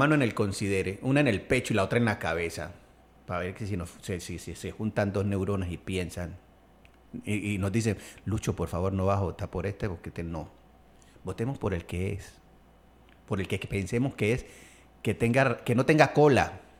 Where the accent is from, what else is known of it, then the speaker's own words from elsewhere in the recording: Buenaventura, Valle del Cauca, Colombia; aquí vivimos todos. Blancos, negros, mestizos, indios, altos, bajitos. Somos todos de Buenaventura.